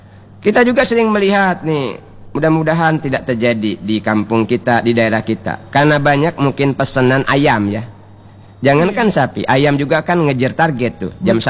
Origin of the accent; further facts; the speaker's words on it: Bangka Belitung Islands, Indonesia; kata kita orang Bangka.